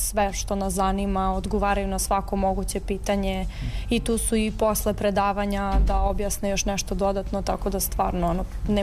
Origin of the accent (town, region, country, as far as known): Belgrade, Serbia